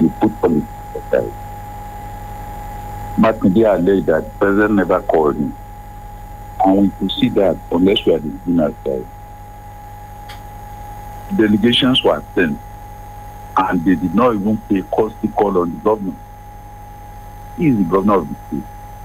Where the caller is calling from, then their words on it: Namibia; I'm calling from Namibia.